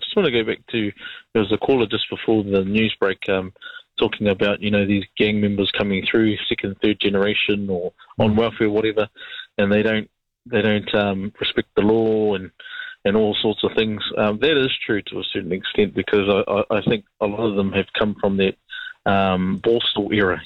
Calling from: New Zealand; So as a New Zealander

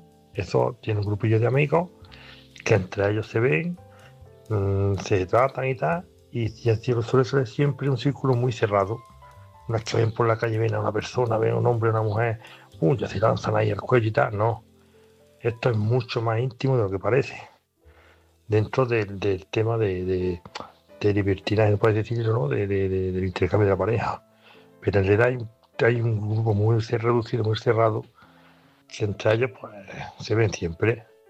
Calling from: Canada; de Canadá.

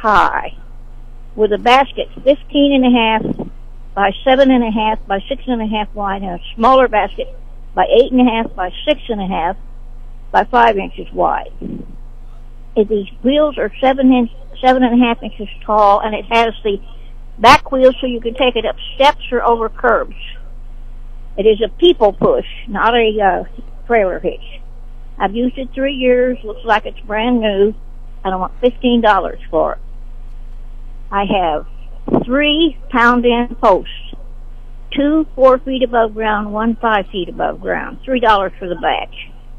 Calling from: Sedalia, Missouri, United States; Hello. I'm calling from Sedalia.

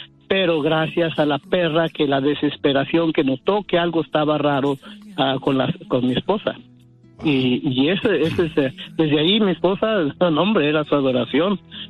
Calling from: Stanton, California, United States

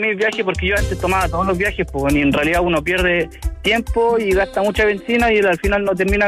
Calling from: Santiago, Santiago Metropolitan Region, Chile; De aquí, de Santiago.

